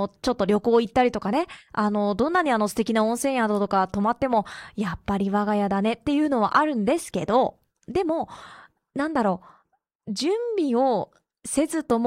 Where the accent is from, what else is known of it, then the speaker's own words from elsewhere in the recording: Morioka, Iwate, Japan; moved away as an adult; now in Miyagi, Japan; 2人して地元は岩手の盛岡なので、そうすると内陸なのよ